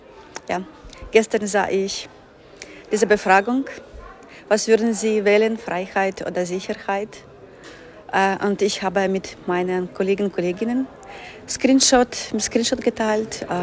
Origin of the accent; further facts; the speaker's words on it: Ukraine; German is a second language; Für mich als Ukrainerin ist das etwas, was wir jeden Tag machen.